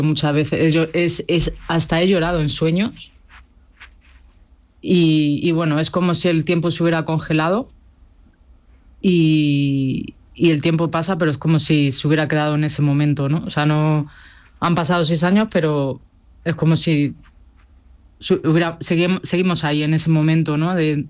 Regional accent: Getafe, Community of Madrid, Spain; nosotros somos de Getafe, nos hemos criado en Getafe.

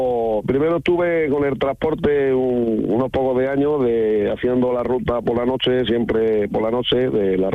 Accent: Junquera, Andalusia, Spain; now in Valencia de Don Juan, Spain; Yo soy de un pueblo de Málaga, Junquera.

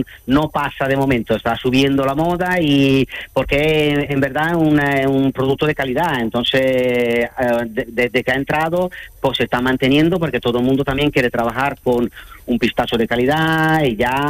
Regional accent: Italy; nosotros como italianos nacemos con el helado

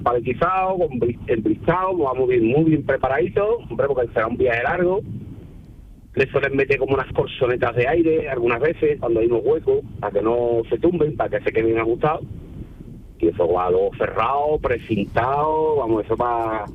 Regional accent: Jerez de la Frontera, Andalusia, Spain; yo soy de Jerez de la Frontera, de Cádiz, de aquí.

